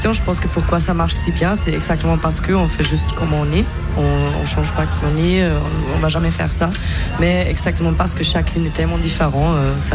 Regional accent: Germany; first language German; French is a second language; moved away; Je suis allemande, en fait.

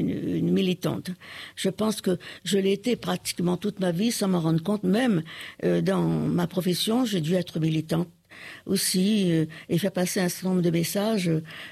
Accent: Réunion, France; Je suis réunionnaise et je le renie pas.

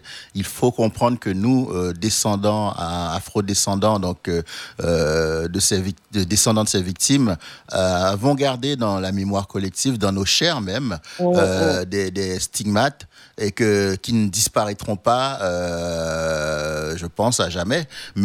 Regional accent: Haiti; moved away; je suis originaire d'Haïti

